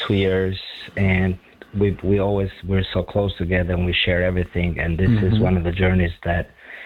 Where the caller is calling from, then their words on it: Orlando, Florida, United States; Calling from Orlando.